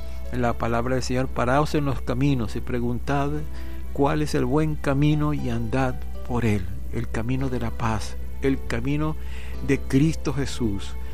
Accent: Venezuela; Nosotros nos conocemos como venezolanos

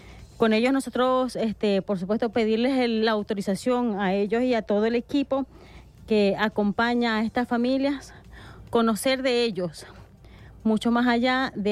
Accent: Venezuela

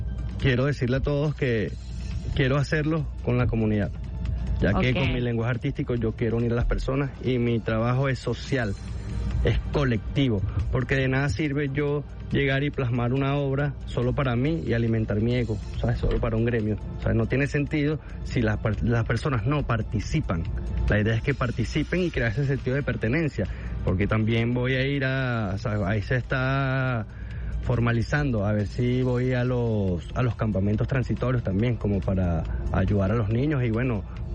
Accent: Venezuela

